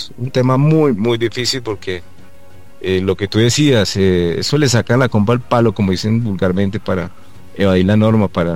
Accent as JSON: {"language": "Spanish", "region": "Bogotá", "country": "Colombia", "said": "Yo soy bogotano y vivo en Bogotá, sí, señor."}